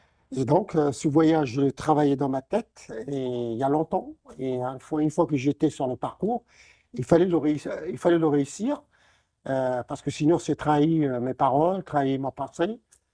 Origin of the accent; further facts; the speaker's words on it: Morocco; born there; je suis né au Maroc et je suis parti le 7 février de Casablanca.